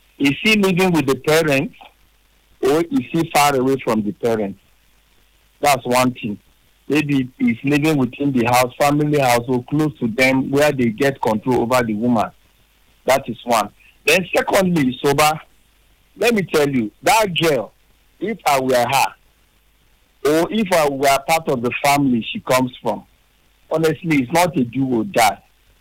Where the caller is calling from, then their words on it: Port Harcourt, Rivers, Nigeria; I'm calling from Port Harcourt.